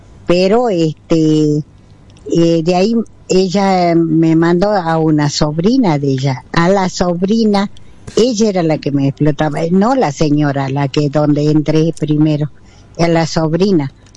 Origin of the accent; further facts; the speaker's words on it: San Antonio, Argentina; also born or lived in Buenos Aires; now in Carmen, Argentina; yo vine del lugar de San Antonio. Yo no soy de acá del Carmen, yo soy de San Antonio.